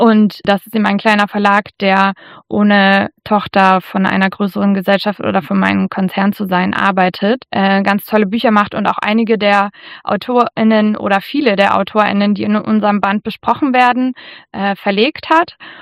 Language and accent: German; Cottbus, Brandenburg, Germany; moved away; also born or lived in Frankfurt am Main; ich habe zwar in Frankfurt am Main studiert, bin aber geboren und aufgewachsen in Cottbus in der Niederlausitz, also noch kurz vor dem Umbruch da geboren, also noch in der DDR, aber dann im Umbruch und in den 90ern im Osten aufgewachsen.